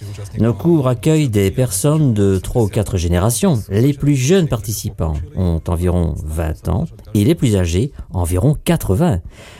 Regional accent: Bratislava, Bratislava Region, Slovakia; born or raised there; French is a second language

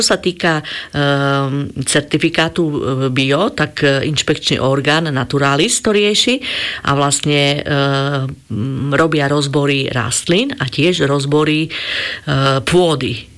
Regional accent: Plavnica, Prešov Region, Slovakia; to bola učiteľka u nás v Plavnici

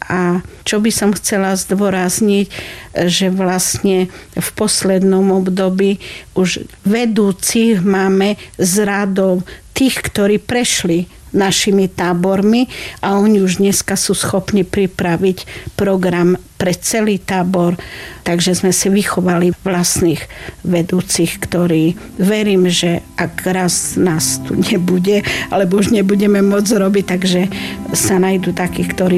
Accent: Pstrina, Prešov Region, Slovakia; born there; stále som pociťovala akýsi dlh voči mojej rodnej obci Pstrina

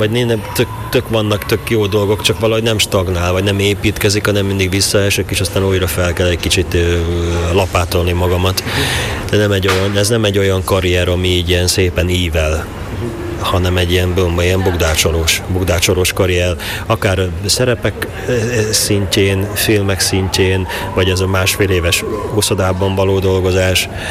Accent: Nové Zámky, Nitra Region, Slovakia; moved away as an adult; now in Budapest, Hungary; én újvári vagyok, hát felvidéki vagyok, igen. Tehát, hogy az van. Sosem leszek budapesti, mert itt nincsenek gyökereim, tehát nekem ott vannak gyökereim, attól még, hogy most nem lakik ott, nem laknak ott a szüleim, attól még én újvári vagyok.

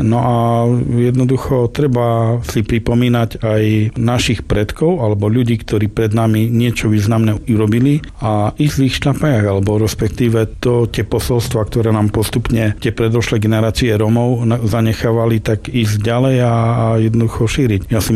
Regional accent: Prešov, Prešov Region, Slovakia; first language Romani; Slovak is a second language; My tým, že sme romskou prešovskou rodinou, tak ja som vyrástal v romskej rodine, kde sa od mala komunikovalo, alebo respektíve som počúval romčinu. Ja do svojho vstupu do materskej škôlky, ja som napríklad nevedel rozprávať po slovensky.

